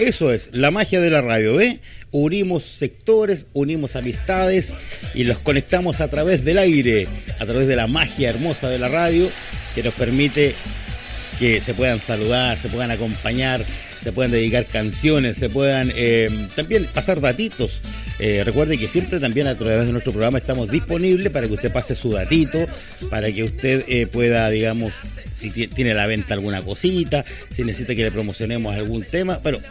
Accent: Chile

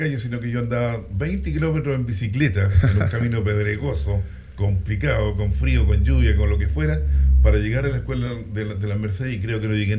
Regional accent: Longaví, Maule, Chile; moved away as an adult; hasta el año 2000, en que decido también volver a mi pueblo a ayudar a educar a los hijos de mis amigos, de mis parientes, de mis conocidos, porque aquí todos los conocíamos.

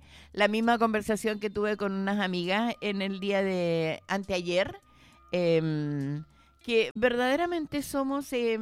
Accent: San Fernando, O'Higgins, Chile; also born or lived in Santa Cruz; yo nací en Santa Cruz y fui criada en San Fernando desde los 5 años

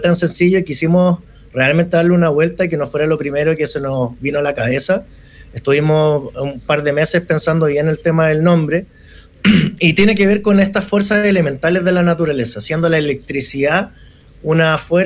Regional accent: Chile; nosotros tres somos chilenos

